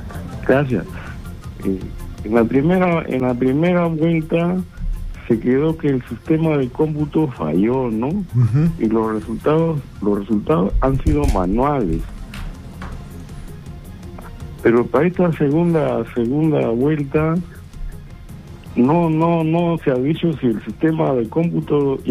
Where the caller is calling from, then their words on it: Chiclayo, Lambayeque, Peru; Chiclayo.